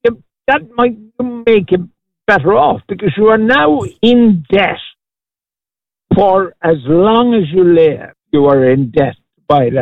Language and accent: English; Cork, Munster, Ireland; born or raised there; now in Foxrock, Ireland